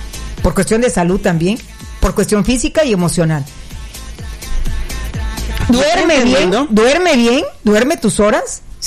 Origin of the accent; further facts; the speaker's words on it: Chiapas, Mexico; nosotros que somos chiapanecos